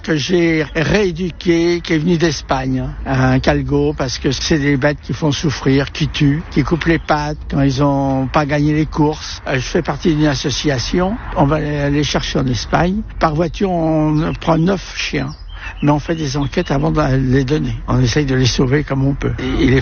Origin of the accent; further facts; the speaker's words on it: Neuilly-sur-Seine, Île-de-France, France; born there; now in Duras, France; parce que moi, je suis né à Neuilly. Je suis même pas à Bordeaux, je suis à Duras.